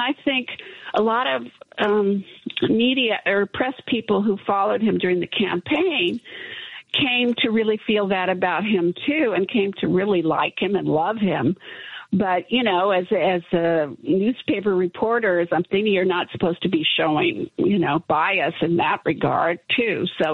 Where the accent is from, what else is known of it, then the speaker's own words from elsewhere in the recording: California, United States; why I was working for him when I came from California